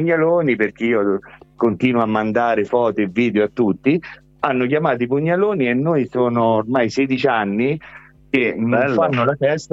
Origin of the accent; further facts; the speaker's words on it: Acquapendente, Lazio, Italy; Acqua Pendente è essendo sia ai confini con l'Umbria, con la Toscana, e siamo del Lazio, noi la nostra gastronomia racchiude la fusione di tutte e tre le regioni